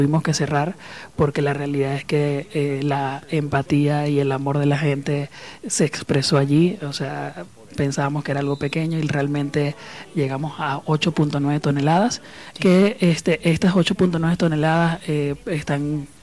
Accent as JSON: {"language": "Spanish", "country": "Venezuela", "moved": "yes", "lives_now": "Querétaro, Mexico", "said": "nosotros como venezolanos"}